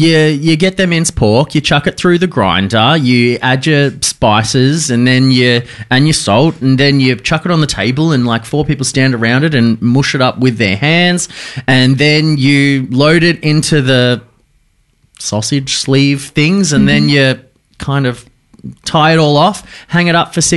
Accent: Australia; And look, we're all Aussie as they come, whatever that means.

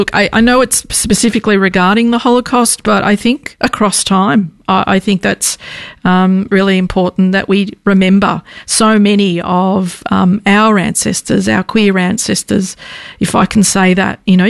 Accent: Australia; being a WOG queer kid, right, growing up in Australia

